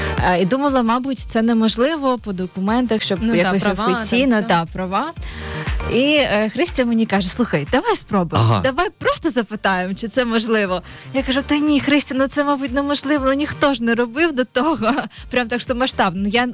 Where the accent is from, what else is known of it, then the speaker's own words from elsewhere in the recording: Odesa, Odesa Oblast, Ukraine; Бо я сама одеситка, і я навіть не була на морі цього року, навіть не встигла.